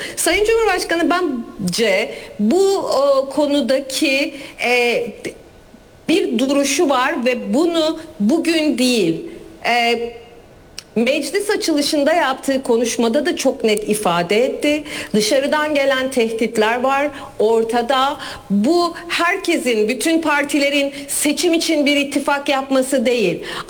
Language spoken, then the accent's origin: Turkish; Thrace, Turkey; Ben Trakyalıyım.